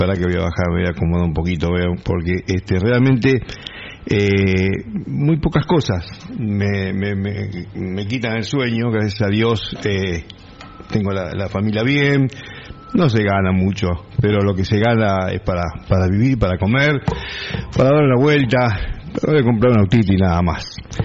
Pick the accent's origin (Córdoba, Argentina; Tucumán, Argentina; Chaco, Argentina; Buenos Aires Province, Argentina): Buenos Aires Province, Argentina; Punta Alta; porque somos de Punta Alta. Soy de Punta Alta, nací acá